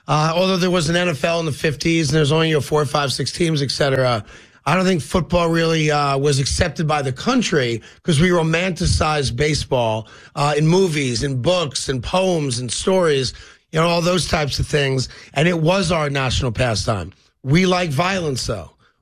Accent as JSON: {"language": "English", "region": "East Coast", "country": "United States", "tie": "born or raised there", "said": "whatever the sport was, we played it as kids growing up in the 70s on the East Coast, right?"}